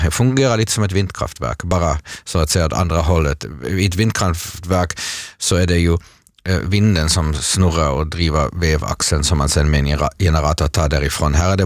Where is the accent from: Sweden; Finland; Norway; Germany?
Germany; Mönchengladbach, North Rhine-Westphalia; moved away; Jag har ju vuxit upp där och tillbringar min barndom